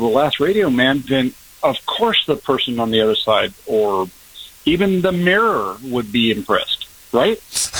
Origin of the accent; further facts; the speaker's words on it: Clovis, California, United States; where I grew up in Clovis, California.